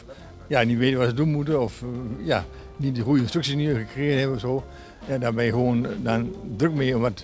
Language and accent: Dutch; Doetinchem, Gelderland, Netherlands; born there; ik ben geboren in Doetinchem.